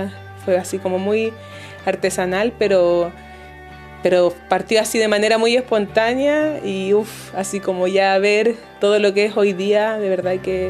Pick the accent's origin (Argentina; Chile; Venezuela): Chile; Santiago, Santiago Metropolitan Region; Nosotros somos del territorio de la Legua.